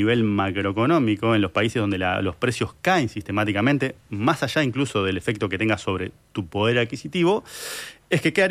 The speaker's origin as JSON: {"language": "Spanish", "country": "Uruguay"}